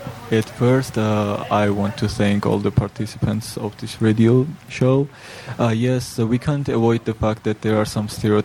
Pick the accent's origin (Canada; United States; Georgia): Georgia; I'm from Georgia, and a lot of people think that we really, really like to drink, and also that Georgia is still part of Russia.